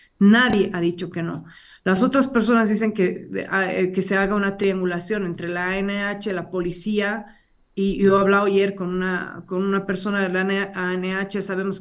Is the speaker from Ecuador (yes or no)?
no; La Paz, Bolivia; nosotros, como no solamente como paseños, hablo como ciudadana y como boliviana de bien